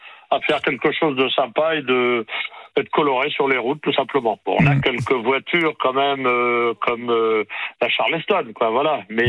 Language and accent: French; Normandy, France; On est normand, nous.